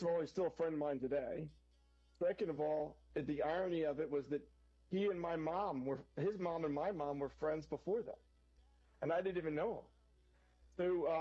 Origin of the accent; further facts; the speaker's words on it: Pennsylvania, United States; I grew up in suburban Philadelphia, and I'm the fifth of six children.